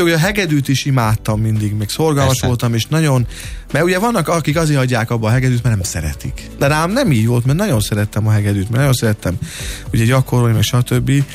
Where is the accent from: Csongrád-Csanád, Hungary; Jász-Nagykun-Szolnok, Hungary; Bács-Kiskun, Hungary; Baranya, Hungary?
Bács-Kiskun, Hungary; Kunszentmiklós; Azt tudni kell, hogy én Kunszent Miklósi vagyok eredetileg. Kunszent Miklósi … egyébként, ugye mi Kunszent Miklósra valók vagyunk.